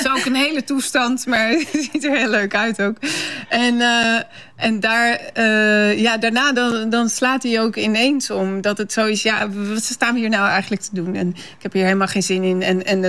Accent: Pingjum, Friesland, Netherlands; born there; also born or lived in Amsterdam / Den Bosch; Pinjum is mijn geboortedorp.

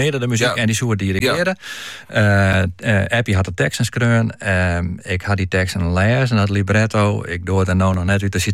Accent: Kollum, Friesland, Netherlands; Ik ben zelf opgegroeid in Kolm, dus ik ken dat gebied.

